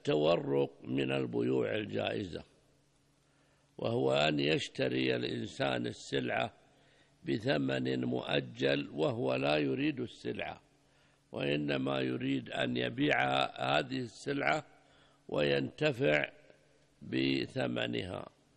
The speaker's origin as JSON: {"language": "Arabic", "country": "Saudi Arabia", "said": "الريال السعودي معتبر عندنا في المملكة العربية السعودية في الزكاة بالريال الفضي،"}